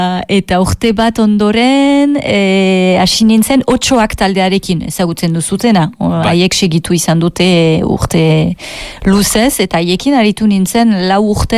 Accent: Saint-Jean-de-Luz, Nouvelle-Aquitaine, France; also born or lived in Hasparren / Cambo-les-Bains / Bayonne / Bordeaux; Sortzez, Doni Bandara, Doni Baneloitzunen sortu nintzen, duela berrogeita bost urte.

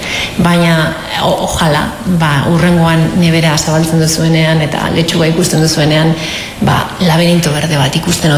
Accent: Ondarroa, Basque Country, Spain; ni ondarrokoa naizen

